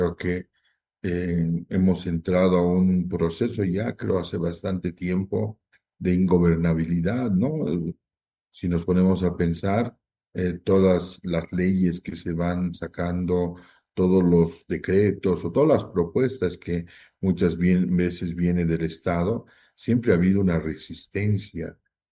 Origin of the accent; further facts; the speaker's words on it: Bolivia; Como bolivianos, tenemos que reflexionar todos, ¿no?